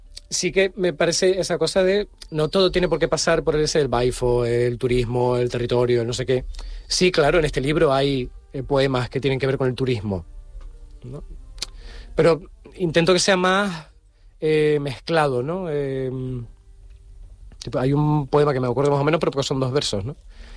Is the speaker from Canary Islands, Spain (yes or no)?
yes; Santa Cruz de Tenerife, Canary Islands, Spain; Que a uno mismo dices, bueno, yo que soy de Santa Cruz.